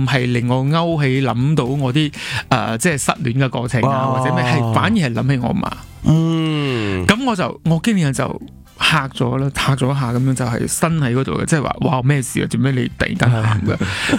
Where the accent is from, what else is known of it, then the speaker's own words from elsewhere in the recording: Malaysia; Hello， 大家好，